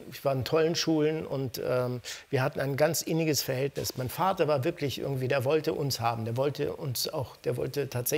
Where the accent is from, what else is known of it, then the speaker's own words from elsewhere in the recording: Lugano, Ticino, Switzerland; moved away; wir sind ja aus Lugano, aus dem Ticino